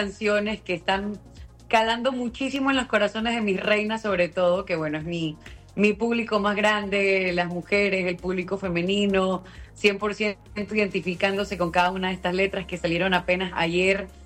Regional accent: Ecuador; ahorita estoy en Guayaquil, acá en mi país, Ecuador.

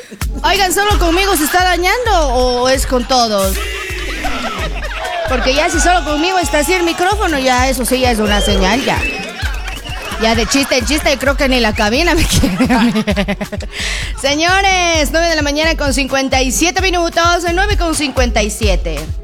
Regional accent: Ecuador; yo soy toda una ecuatoriana, bien cañari, bien inca, Atahualpa y el... ¿Cómo es el otro? Rumiñahui, son mis ancestros.

